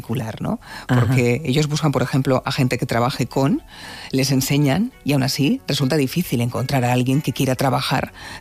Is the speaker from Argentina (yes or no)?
no; Altea, Valencian Community, Spain; born there